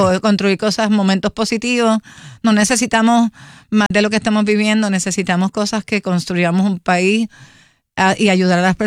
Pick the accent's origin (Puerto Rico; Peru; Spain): Puerto Rico